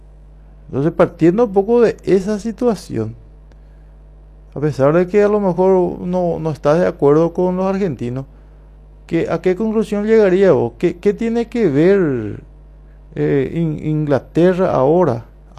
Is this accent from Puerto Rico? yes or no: no; Paraguay; Que nosotros en Paraguay seguimos siendo españoles.